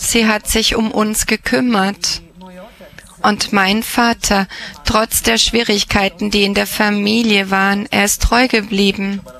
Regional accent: Croatia; ich bin Kroate und bin 23 Jahre alt.

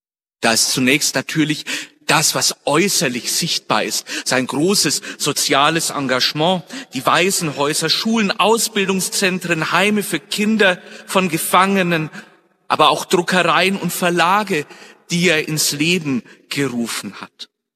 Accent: Nuremberg, Bavaria, Germany; Meine Heimatstadt ist sozusagen geprägt von mittelalterlichen Gebäuden, von der großen Geschichte der Freien Reichsstadt. So bin ich da als Junge aufgewachsen und natürlich als Nürnberger Kind

